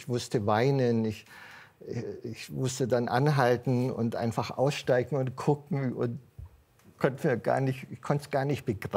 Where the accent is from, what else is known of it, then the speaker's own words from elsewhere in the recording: Southern Germany, Germany; Ich stamme aus Süddeutschland